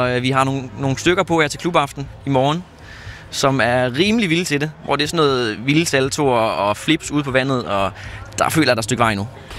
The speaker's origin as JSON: {"language": "Danish", "country": "Sweden", "tie": "born or raised there", "moved": "as an adult", "lives_now": "Hvide Sande, Denmark", "said": "De kaldte mig … fordi jeg voksede op i Sverige"}